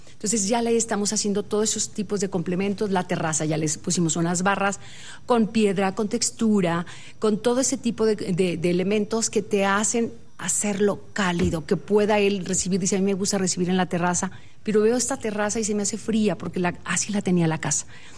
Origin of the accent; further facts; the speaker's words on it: Mexico; lo que somos nosotros los mexicanos.